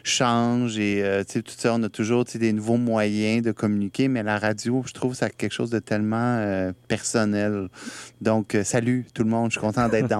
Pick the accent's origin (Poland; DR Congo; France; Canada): Poland; Jestem Polakiem, bardzo miło jest mówić po polsku też teraz na antenie.